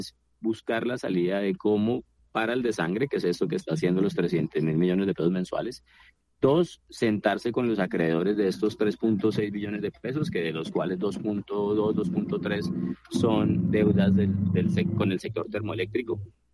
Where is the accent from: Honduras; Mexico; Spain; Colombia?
Colombia; un problema que nos iba a estallar a todos los colombianos más temprano que tarde